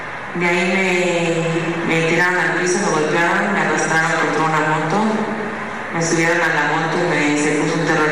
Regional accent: Mexico; moved away; also born or lived in Cancún; soy mexicana

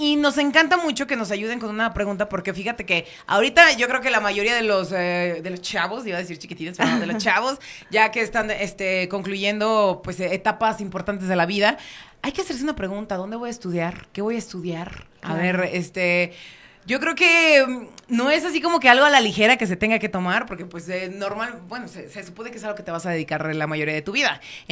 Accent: Mexico; como buen mexicano, todo al último.

